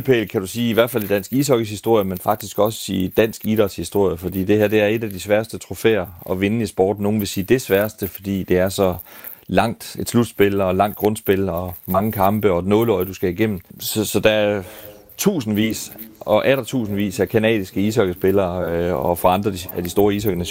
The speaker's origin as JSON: {"language": "Danish", "town": "Herning", "region": "Central Denmark Region", "country": "Denmark", "tie": "born or raised there", "said": "Tinghuspladsen i Herning, hvor jeg er vokset op."}